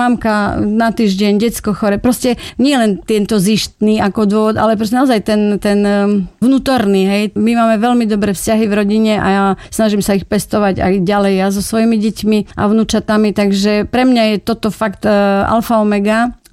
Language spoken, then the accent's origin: Slovak; Košice, Košice Region, Slovakia; Ja sa hanbím za to, že som Košičanka